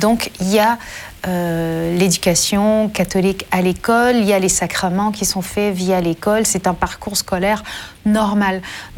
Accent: New Brunswick, Canada; Je suis du Nouveau-Brunswick. C'est ce qu'on appelle l'Acadie, comme dans la chanson de … C'est un endroit où il y a beaucoup d'anglophones, un peu de francophones, et je fais partie de ces peu de francophones.

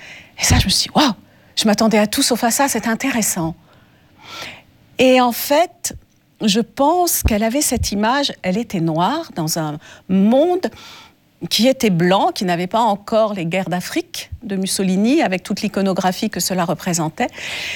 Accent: France; accent: French; on a remarqué mon accent français.

